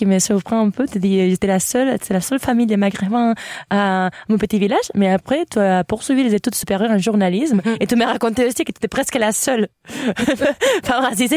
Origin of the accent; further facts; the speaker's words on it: Spain; moved away as an adult; now in Quebec, Canada; Moi, ça fait 9 ans presque bientôt que je suis au Québec et je me sens plus concernée à avoir une opinion pour ça qui se passe au Québec que pour ça qui se passe en Espagne que j'ai quitté à 23 ans.